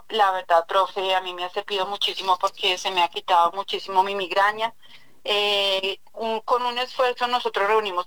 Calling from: Simijaca, Cundinamarca, Colombia; Lo llamo desde Simijá, Cundinamarca, paciente suya de Chiquinquirá.

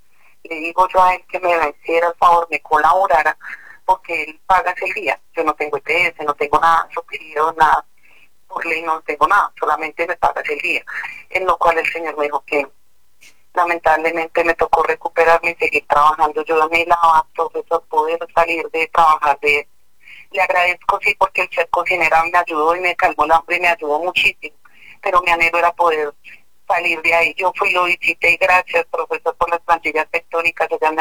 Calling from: Cajicá, Cundinamarca, Colombia; Yo estoy llamando de acá, de Cajica, Cundinamarca.

